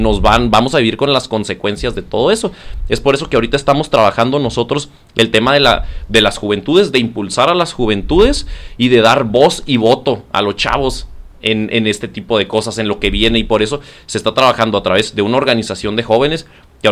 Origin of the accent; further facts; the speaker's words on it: Guerrero, Chihuahua, Mexico; Guerrero, que yo soy de Guerrero, originario de ¡Ale! Ahí.